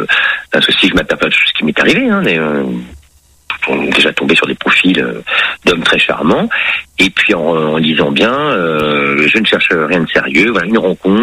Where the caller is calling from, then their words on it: Nantes, Pays de la Loire, France; Je suis à Nantes.